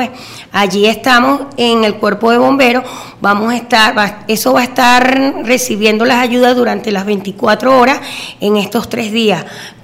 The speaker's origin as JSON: {"language": "Spanish", "town": "Caracas", "region": "Capital District", "country": "Venezuela", "moved": "yes", "said": "yo soy de Caracas, principalmente donde ha habido afectaciones, así como muy cercano al estado La Guaira, que es el más afectado, los aledaños del Junquito."}